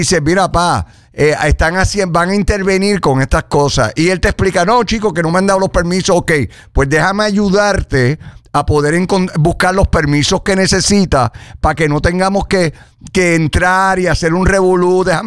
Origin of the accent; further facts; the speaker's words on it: Puerto Rico; Yo como boricua